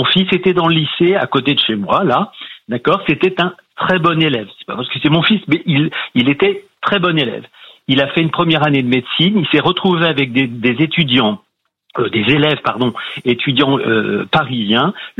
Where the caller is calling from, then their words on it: Ézanville, Île-de-France, France; Je vous appelle d'Aizenville, dans le Val d'Oise.